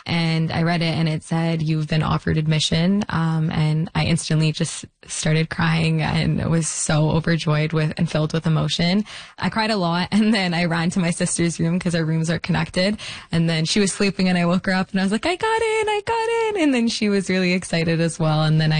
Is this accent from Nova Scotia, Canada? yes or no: no; Peel, Ontario, Canada; growing up in Peel, I've seen the need.